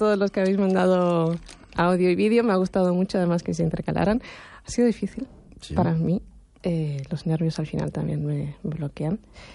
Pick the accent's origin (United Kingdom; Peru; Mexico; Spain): Spain; A Coruña, Galicia; born there; also born or lived in Argentina